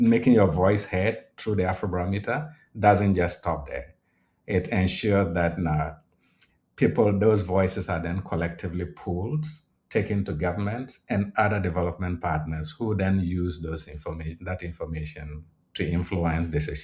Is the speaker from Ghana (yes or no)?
yes; Ghana; I'm originally from Ghana. I don't get up from Ghana and go to Cameroon and do a survey or go to Nigeria and do a survey.